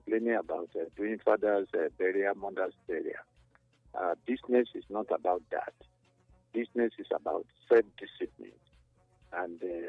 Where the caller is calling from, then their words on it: Benin; I'm still calling from Benin.